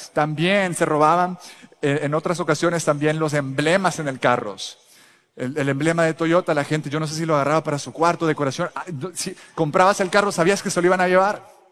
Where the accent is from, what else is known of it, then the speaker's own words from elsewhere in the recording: El Salvador; Yo me acuerdo que cuando yo crecí en El Salvador